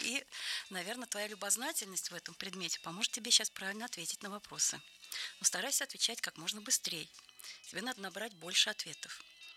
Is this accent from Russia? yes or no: yes; Kaluga, Kaluga Oblast, Russia; Я тоже из Калуги.